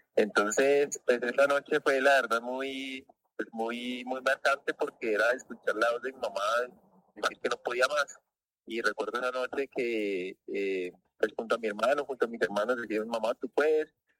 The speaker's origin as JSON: {"language": "Spanish", "town": "Florida", "region": "Valle del Cauca", "country": "Colombia", "said": "yo soy de Florida Valle"}